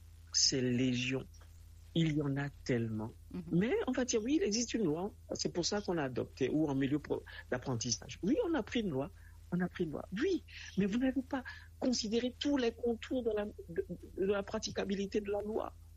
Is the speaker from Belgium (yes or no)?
no; Togo; chez nous, au Togo